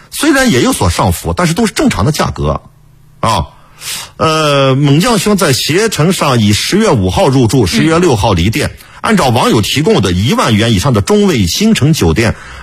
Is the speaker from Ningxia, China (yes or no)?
yes; Yinchuan, Ningxia, China; 咱们银川人要住一下也住得起啊。